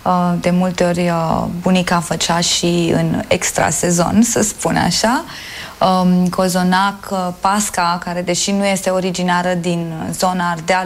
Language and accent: Romanian; Oradea, Bihor County, Romania; Nu am cum să uit. Oradea a fost locul în care mi-am conturat propriile amintiri și, de fapt, istoria mea ca personalitate și ceea ce fac astăzi este adânc î